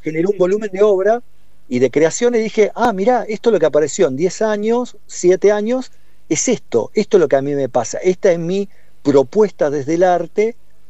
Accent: Mar del Plata, Buenos Aires Province, Argentina; tendrá que ver con mi infancia en Mar del Plata

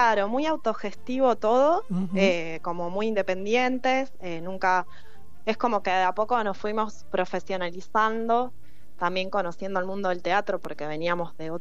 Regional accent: Neuquén, Argentina; now in La Plata, Argentina; yo soy de Neuquén.

